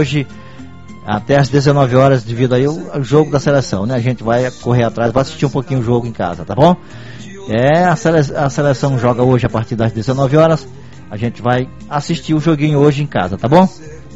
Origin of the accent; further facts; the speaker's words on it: Brazil; Somos brasileiros, né?